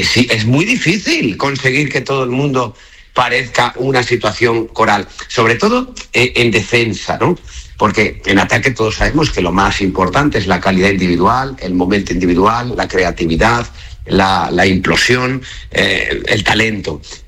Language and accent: Spanish; Spain; sí, como aficionado español